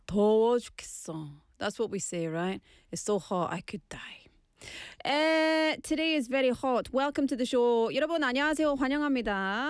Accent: Scotland, United Kingdom; I'm from Scotland. Scotland! No Scotland, no party.

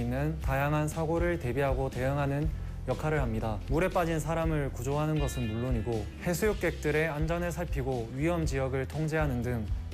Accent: Busan, South Korea; 어렸을 때부터 부산에 쭉 살아와서 익숙하기도 했고, 타 지역으로 시험 치는 것을 고민을 했지만 부산을 떠나면 후회할 게 뻔해서 부산 소방공무원 시험을 쳐서 부산에 계속 거주하게 되었습니다.

